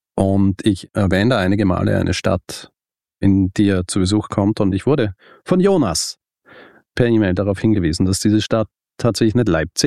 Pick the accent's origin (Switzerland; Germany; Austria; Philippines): Austria; Genau, kein Radio und ich bin Österreicher